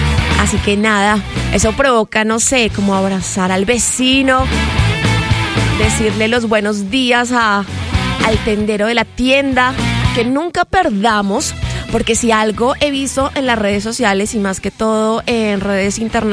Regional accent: Colombia; seguimos siendo colombianos

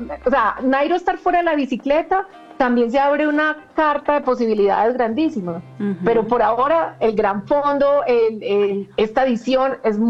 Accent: Colombia; que nos ha marcado también como colombianos y como país.

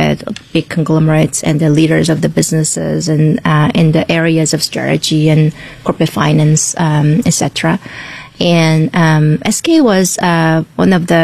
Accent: South Korea; I mean, I think growing up in South Korea, I didn't know what are the career options that I had.

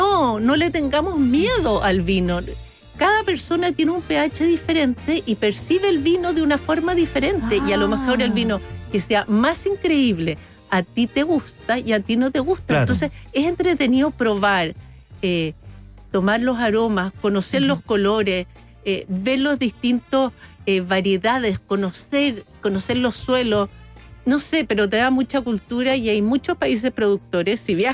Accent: O'Higgins, Chile; yo nací y viví mi infancia en Colchagua. Entonces yo tengo la tierra de Colchagua en el corazón

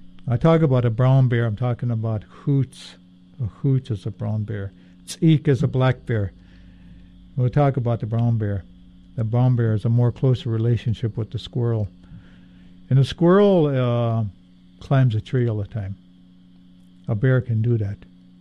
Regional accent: Hoonah, Alaska, United States; also born or lived in Juneau; I was born in Juneau, Alaska, and raised in Hoonah pretty much of my school days.

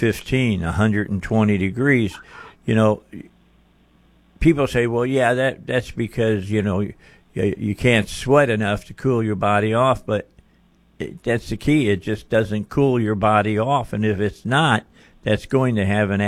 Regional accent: Illinois, United States; because I grew up outside of Chicago

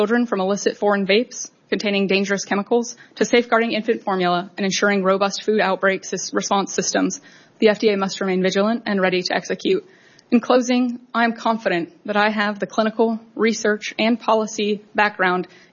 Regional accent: Gallup, New Mexico, United States; the tribal communities surrounding my hometown of Gallup, New Mexico

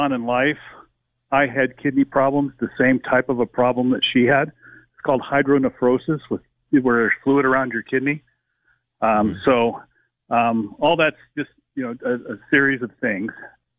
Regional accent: Roswell, New Mexico, United States; born there; I was born in 1961 in Roswell, New Mexico. My dad was stationed at Walker Air Force Base.

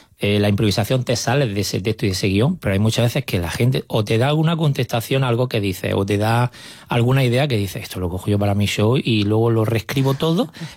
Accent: Almería, Andalusia, Spain; Y a mí también me encanta Almería, actuar en Almería. Aunque sea mi tierra, como juego en casa, me gusta mucho.

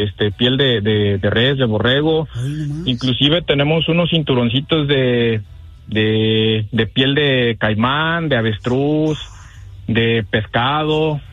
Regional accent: Dolores Hidalgo, Guanajuato, Mexico

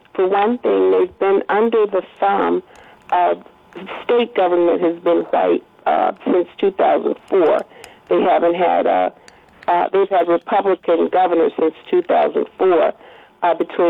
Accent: Mississippi, United States; now in Washington, D.C., United States; although I've been in the DMV area for nearly 50 years, I was born and raised down there and still have a large number of extended family members who live there.

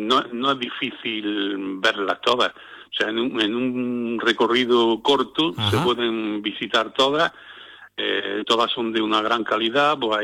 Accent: Granada, Andalusia, Spain; Yo soy de Granada.

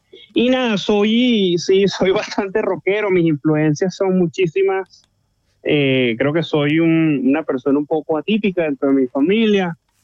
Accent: Maracay, Aragua, Venezuela; moved away; Mi ciudad natal de Maracay, Venezuela.

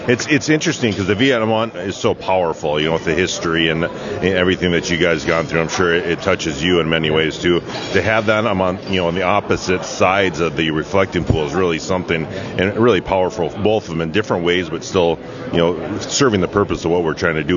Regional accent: Barnesville, United States; had a chance with a man who was an educator in my hometown of Barnesville and taught me how to balance my checkbook.

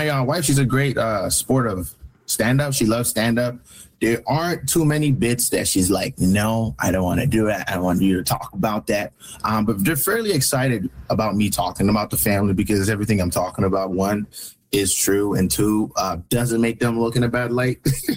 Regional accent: Alberta, Canada; In terms of, I guess, growing up in Alberta, it really taught me, I guess, resilience. Because, you know, growing up in the cold weather, we don't really get snow days as often because of how cold it is.

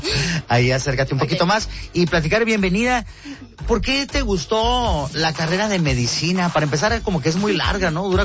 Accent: Mexico

